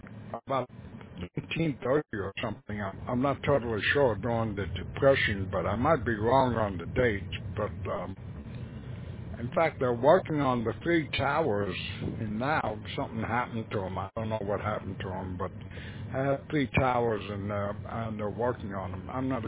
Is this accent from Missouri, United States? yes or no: no; New York City, New York, United States; moved away as an adult; also born or lived in Northport, Long Island; now in South Carolina, United States; I was brought up here, and not in South Carolina, but in Brooklyn, New York, and Northport, Long Island, and was brought up there, and then I joined the Navy.